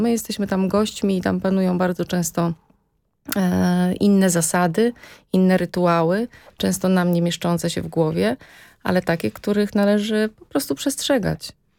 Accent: Warsaw, Masovian Voivodeship, Poland; u nas w Polsce, u nas w Warszawie.

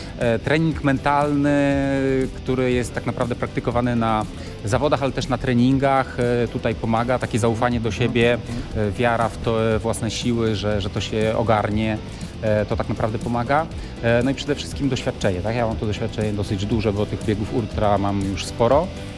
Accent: Warsaw, Masovian Voivodeship, Poland; Ja jestem generalnie z Warszawy

